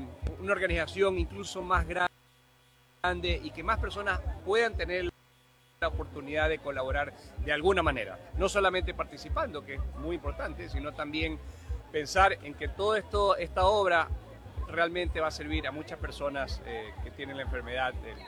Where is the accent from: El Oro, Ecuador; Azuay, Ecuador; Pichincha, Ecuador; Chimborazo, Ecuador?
El Oro, Ecuador; El Oro Province; la provincia del Oro, soy de acá, un exportador de aquí, de esta provincia